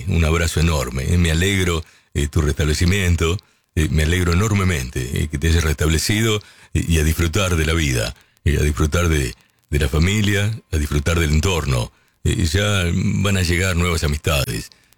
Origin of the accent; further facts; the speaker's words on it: Villa Paraná, Argentina; de la Villa Paraná.